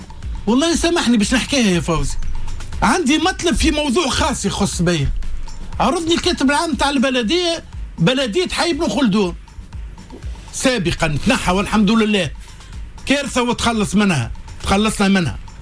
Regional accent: Tunisia; انا مواطن تونسي

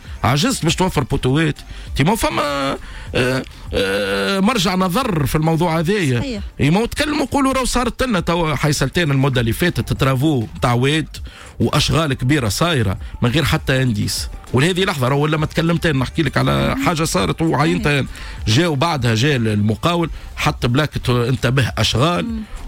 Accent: Fondouk Jedid, Nabeul Governorate, Tunisia; احنا في فندق جديد

